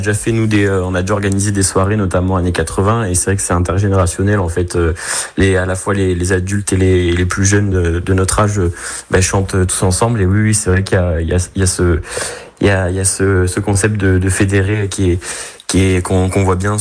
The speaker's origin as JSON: {"language": "French", "town": "La Garnache", "region": "Pays de la Loire", "country": "France", "tie": "born or raised there", "said": "Je suis originaire de la Garnache, à côté de Chalands."}